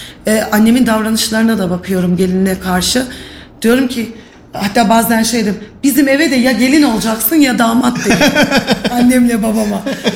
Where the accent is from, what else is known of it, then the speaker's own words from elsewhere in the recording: Kayseri, Turkey; Ben de Kayseri'nin yerlisiyim. Eşim de Kayseri'nin yerlisi.